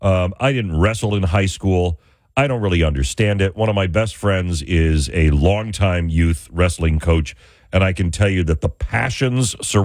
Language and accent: English; New York, United States; I grew up outside of Buffalo in a very rural town in western New York